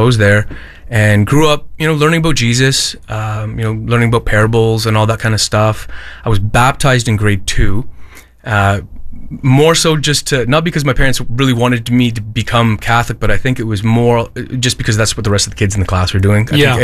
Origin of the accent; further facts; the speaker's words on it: Ottawa, Ontario, Canada; born there; also born or lived in Eel Ground First Nation, New Brunswick; We jumped around a few places, ended up in Ottawa, Ontario, nation's capital, and that's where I grew up. Again, not a Christian home